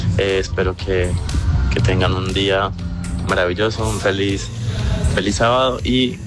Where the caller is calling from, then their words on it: Bello, Antioquia, Colombia; reportando sintonía desde Bello.